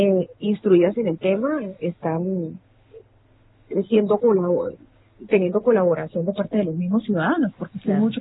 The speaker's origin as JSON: {"language": "Spanish", "town": "Cali", "region": "Valle del Cauca", "country": "Colombia", "moved": "yes", "said": "aunque sí tenemos el mar muy cerca de donde soy, de Cali"}